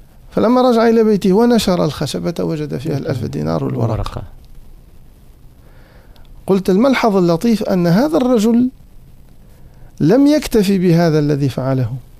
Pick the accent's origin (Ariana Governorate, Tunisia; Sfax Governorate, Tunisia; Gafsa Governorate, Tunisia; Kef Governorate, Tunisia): Sfax Governorate, Tunisia; عندنا في صفاقس